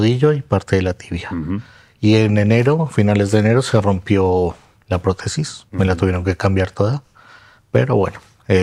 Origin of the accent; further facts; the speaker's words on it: Colombia; also born or lived in Argentina; now in Spain; Soy de Colombia.